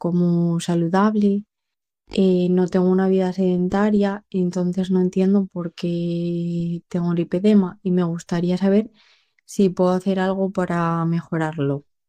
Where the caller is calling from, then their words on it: La Felguera, Asturias, Spain; vivo en La Felguera